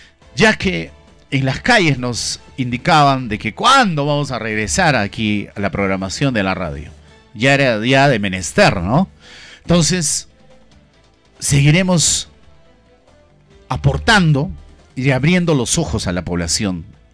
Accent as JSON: {"language": "Spanish", "region": "Ancash", "country": "Peru", "said": "a usted, a mí, que somos pobladores de Independencia"}